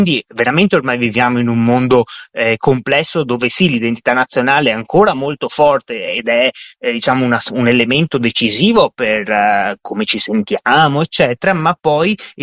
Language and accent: Italian; Venice, Veneto, Italy; now in Bologna, Italy; io mi sento bolognese veneziano perché sono cresciuto a Venezia e vivo a Bologna